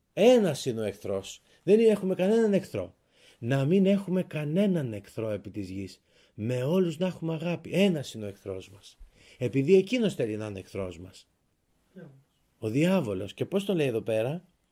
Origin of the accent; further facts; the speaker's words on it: Greece; Λέω είμαι περήφανος που είμαι Έλληνας, είμαι περήφανος που είμαι Χριστιανός.